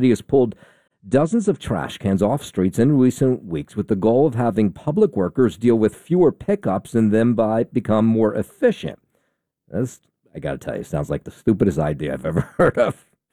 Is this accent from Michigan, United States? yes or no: no; Jersey City, New Jersey, United States; Jersey City is my hometown. That's where I live.